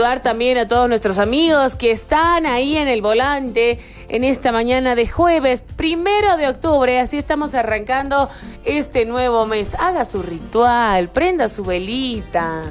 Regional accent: Bolivia; sabemos cómo somos los bolivianos

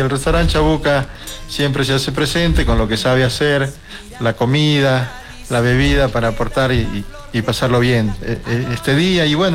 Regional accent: Chiclayo, Lambayeque, Peru; moved away as an adult; now in La Paz, Bolivia; yo soy de Chiclayo, yo soy del norte

